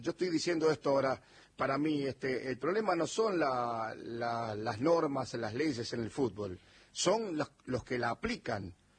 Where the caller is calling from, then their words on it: Munro, Buenos Aires Province, Argentina; Buenas noches, amigos de Radio Nacional … de Munro.